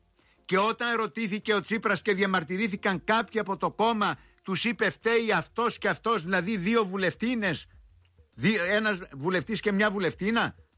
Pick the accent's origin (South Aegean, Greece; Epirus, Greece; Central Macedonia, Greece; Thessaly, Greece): Epirus, Greece; Δεν είμαι από την Κρήτη για να είμαι βασιλάκης, είμαι υπηρώτης και